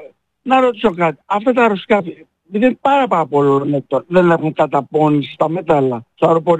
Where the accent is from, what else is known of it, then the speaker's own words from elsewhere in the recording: Piraeus, Attica, Greece; Εγώ, Πειραιά.